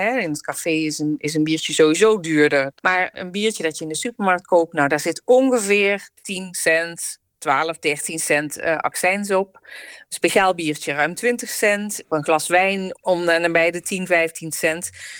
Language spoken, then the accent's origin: Dutch; Netherlands